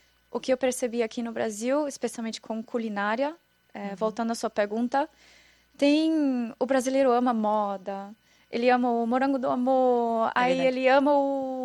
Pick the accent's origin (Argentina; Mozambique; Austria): Austria; Portuguese is a second language; moved away as an adult; now in Brazil; nós austríacos sabemos muito bem fazer doce delicioso